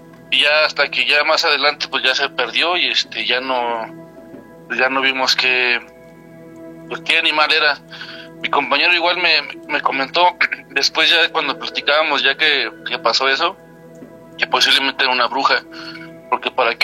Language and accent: Spanish; Saltillo, Coahuila, Mexico; now in El Marqués, Querétaro, Mexico; yo soy de Saltillo, Coahuila. Yo viví mucho tiempo ahí en Coahuila, y lo que es ahí en Parras y Ramos Arizpe